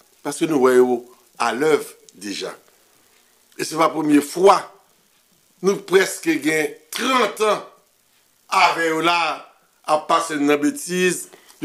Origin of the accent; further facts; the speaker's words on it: Haiti; Mais, en tant qu'haïtien, Julien, n'a vive au moment